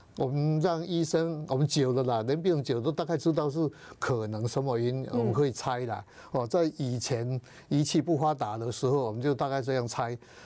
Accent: Taiwan; 我们台湾话讲嘛

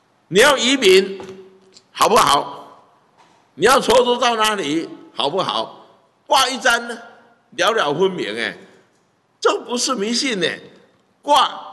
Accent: Taiwan; 因为台湾是我们在这里土生土长，给我们教育，给我们长大

